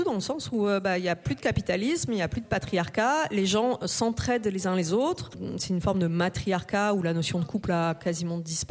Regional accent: Toulouse, Occitanie, France; s'installer à Toulouse et j'ai grandi à Toulouse.

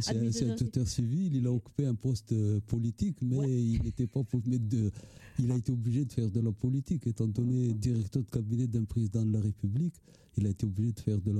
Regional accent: Toamasina, Atsinanana, Madagascar; born there; Je suis né à Tamatave

